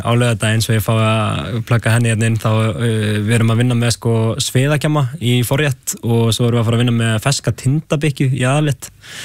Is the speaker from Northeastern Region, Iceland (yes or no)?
yes; Siglufjörður, Northeastern Region, Iceland; ég kem frá Siglufirði og þá maður ofta að geta sviðakjama út í sveit hjá sýstu pappa sko